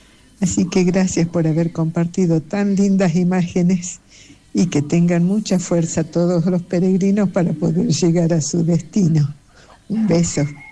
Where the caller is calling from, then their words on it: Salta, Argentina; Yo soy del barrio de Tres Cerritos